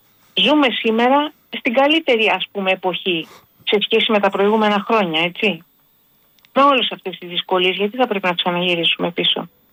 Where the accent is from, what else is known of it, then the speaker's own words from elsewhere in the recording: Greece; born there; Ότι είμαστε τυχεροί που γεννηθήκαμε στην Ελλάδα. Και δεν γεννηθήκαμε στο Σουδάν.